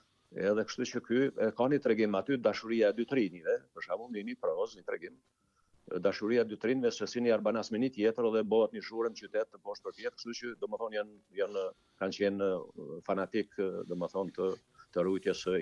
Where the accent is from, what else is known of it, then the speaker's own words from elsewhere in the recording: Deçan, Kosovo; nga Komuna Deçanit